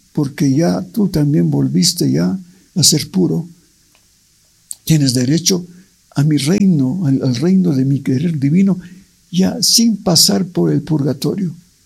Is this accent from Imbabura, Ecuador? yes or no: yes; Ibarra, Imbabura, Ecuador; born there; now in Quito, Ecuador; fue en Quito, nací en Ibarra